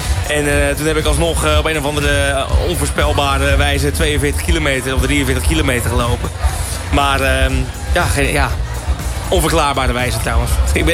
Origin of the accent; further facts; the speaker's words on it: South Holland, Netherlands; now in Hilversum, Netherlands; ik kom niet uit Nijmegen. Ik kom niet uit de buurt. Ik ben opgegroeid in de buurt van Rotterdam. En ik woon nu in Hilversum.